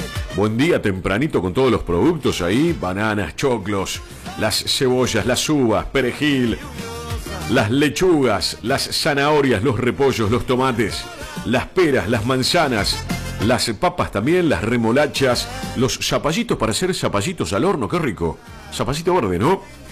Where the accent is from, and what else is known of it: Argentina